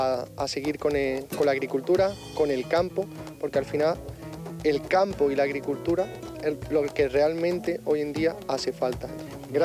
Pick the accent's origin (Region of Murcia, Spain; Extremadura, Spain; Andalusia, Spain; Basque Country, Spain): Andalusia, Spain; Córdoba; tengo 37 años, soy del Rinconcillo